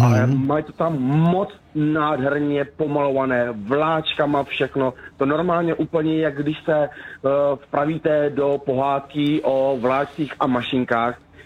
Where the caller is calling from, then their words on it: Hradec Králové Region, Czechia; já jsem vlastně kousek od Trutnova